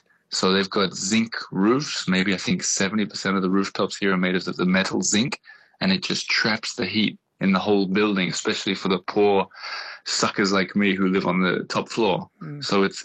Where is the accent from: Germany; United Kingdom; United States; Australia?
Australia; Again, as an Australian, I don't really unders